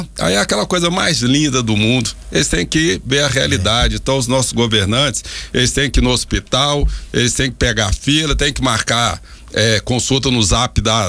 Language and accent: Portuguese; Rio de Janeiro, Brazil; moved away; eu sou lá do Rio, a gente fala lá é favela